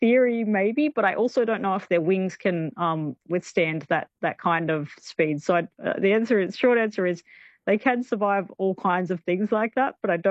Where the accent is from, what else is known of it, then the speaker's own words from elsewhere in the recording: Sydney, New South Wales, Australia; Now, I'm from Sydney, so I don't fully know what the climate is like in either of those areas.